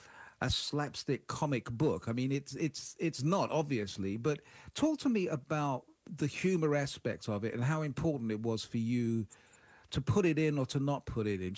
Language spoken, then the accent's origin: English; United Kingdom; I mean, humor, from my point, I'm British, so what do I know?